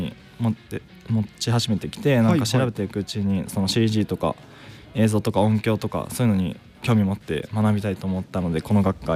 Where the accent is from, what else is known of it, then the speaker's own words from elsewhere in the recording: Kanazawa, Ishikawa, Japan; 自分は、なんか地元が、石川県の金沢出身でして